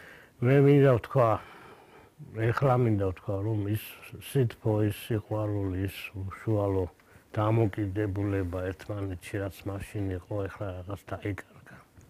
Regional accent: Tbilisi, Georgia; მე დავიბადე და გავიზარდე. აი ესეთი ადგილი იყო, თბილისში, სვანეთსუბნის ქვედა ნაწილი, ეს არის ჩერქეზოვი. ასე ეძახდნენ მაშინ

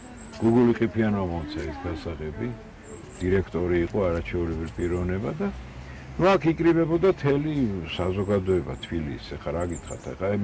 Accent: Tbilisi, Georgia; აქ და გავიზარდე, აქ დაიბადე, აქ აი თელი ბავშვობა გავატარე

